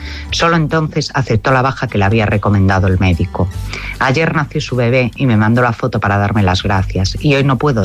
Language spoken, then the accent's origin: Spanish; A Coruña, Galicia, Spain; de Coruña y hoy me he levantado pensando en la foto de un bebé precioso que me enviaron ayer.